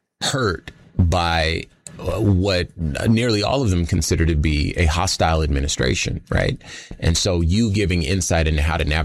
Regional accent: Compton, California, United States; I've lived a life that I'm from Compton.

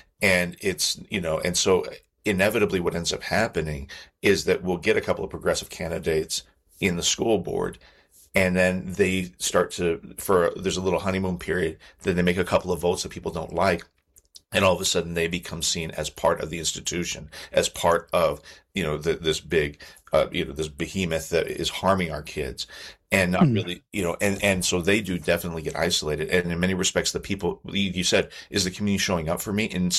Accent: McMinnville, Oregon, United States; now in Tucson, United States; Like it has a real, like I'm originally from McMinnville, Oregon, and it very much has that same small town vibe to it.

